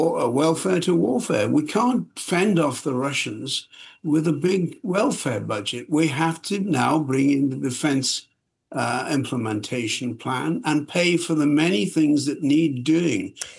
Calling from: Cardiff, Wales, United Kingdom; I mean, I'm speaking from Cardiff.

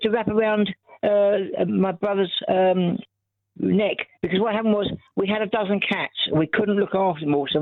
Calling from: London, United Kingdom; But we moved to the far end of the Boston Manor Road, where you get to Hanwell.

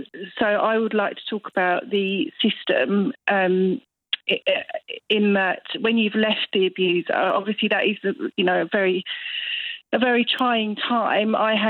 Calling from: Scotland, United Kingdom; I live in Eastern Barnshire.

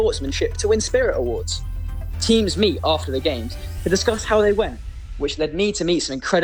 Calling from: Scotland, United Kingdom; As a Scotsman myself

